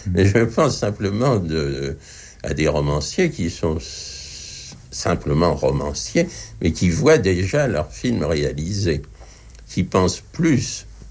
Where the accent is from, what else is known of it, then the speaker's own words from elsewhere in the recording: Le Havre, Normandy, France; des personnages que j'ai connus dans mon enfance au Havre.